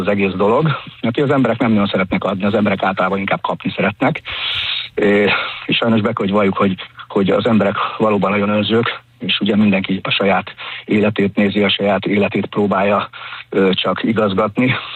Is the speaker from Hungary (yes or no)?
yes; Borsod-Abaúj-Zemplén, Hungary; ugye én Borsod megyébe születtem, Kiszakarádon nevelkedtem